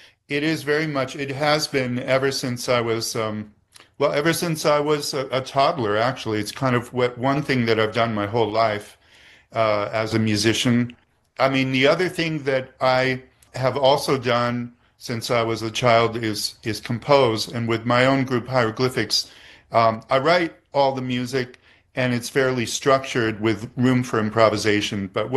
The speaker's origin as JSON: {"language": "English", "region": "California", "country": "United States", "said": "We came from the San Francisco Bay Area."}